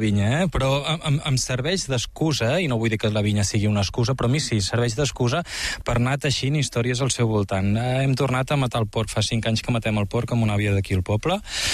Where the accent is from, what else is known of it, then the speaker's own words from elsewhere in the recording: Girona, Catalonia, Spain; born there; now in Empordà, Spain; he nascut a Girona, Kilian, i jo vaig venir aquí